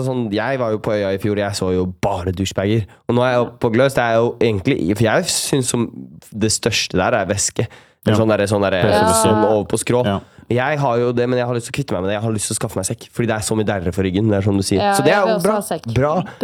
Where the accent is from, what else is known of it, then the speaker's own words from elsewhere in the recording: Oslo, Norway; moved away as an adult; now in Trondheim, Norway; når jeg var hjemme i Oslo